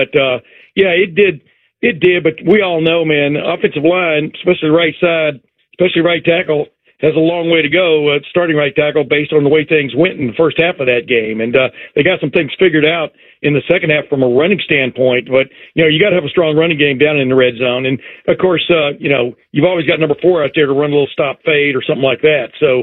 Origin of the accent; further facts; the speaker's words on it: Texas, United States; moved away; also born or lived in Alabama; Obviously, I was born in Alabama, raised in Texas, and moved away from there in 1976, so this is my 50th year up here